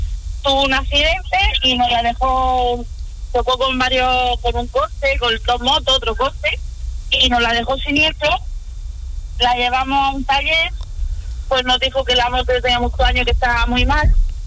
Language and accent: Spanish; Almería, Andalusia, Spain